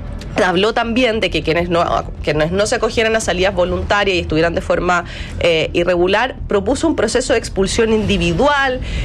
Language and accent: Spanish; Antofagasta, Chile; Lo digo yo soy antofagastina, yo nací y crecí, estudié en Antofagasta, y nosotros conocimos ese norte seguro donde iba a tocar a la casa del vecino para jugar con los amigos